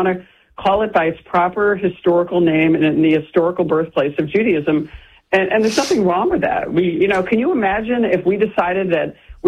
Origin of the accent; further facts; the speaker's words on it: Canada; I grew up showing horses in Canada. I'm also a curler. I know how to curl.